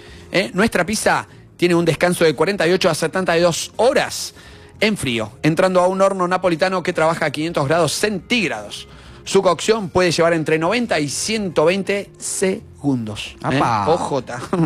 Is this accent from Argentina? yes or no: yes; Argentina